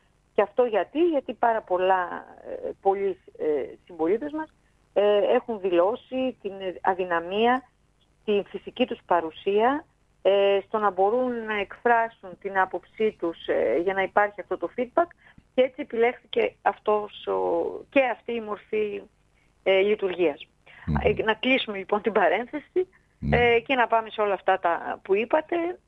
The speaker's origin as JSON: {"language": "Greek", "town": "Vathy", "region": "North Aegean", "country": "Greece", "said": "εγώ είμαι από το Βαθύ."}